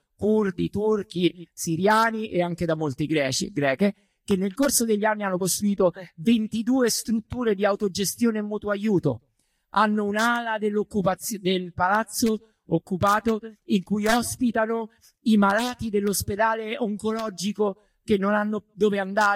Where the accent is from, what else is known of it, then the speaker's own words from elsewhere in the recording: Rome, Lazio, Italy; Scusate, sono da Roma.